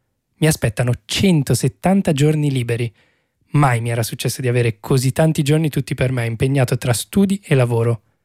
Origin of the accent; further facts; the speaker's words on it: Milan, Lombardy, Italy; Sono nato e cresciuto a Milano